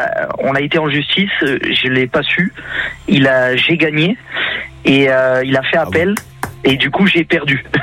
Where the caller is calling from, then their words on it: Provence-Alpes-Côte d'Azur, France; Je suis à côté de Bolène, en dessous de Montélimar exactement.